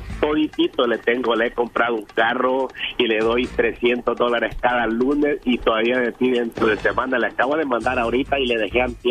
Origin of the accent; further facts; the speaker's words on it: El Salvador; No, soy salvadoreño.